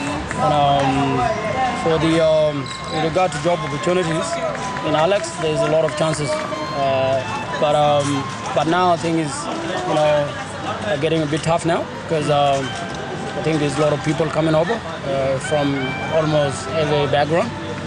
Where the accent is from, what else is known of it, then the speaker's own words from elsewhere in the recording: South Sudan; born there; moved away as an adult; I'm from South Sudan. That's where I was born.